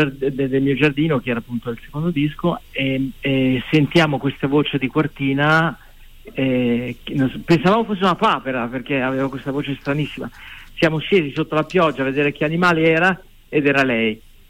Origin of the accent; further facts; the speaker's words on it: Milan, Lombardy, Italy; Io sono originario di Milano.